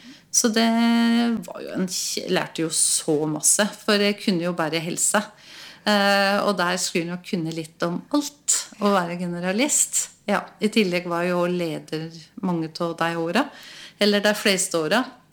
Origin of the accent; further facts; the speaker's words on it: Ål, Buskerud, Norway; Jeg har vokst opp i Liagarden, på en gard der. Så der bodde jeg da til jeg var 19 år.